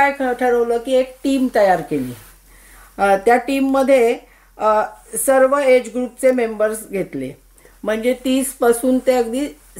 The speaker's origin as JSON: {"language": "Marathi", "town": "Mumbai", "region": "Maharashtra", "country": "India", "tie": "born or raised there", "also_born_or_lived": "Pune / Sydney", "moved": "as an adult", "lives_now": "Melbourne, Australia", "said": "माझं लहानपण मुंबईत शिवाजी पार्क एरियामध्ये गेलं. माझ्या घरी आम्ही आजी आजोबा आई वडील आणि आम्ही तिघं भावंड असे राहत होतो. नंतर लग्न झाल्यावर मी पुण्यात आले."}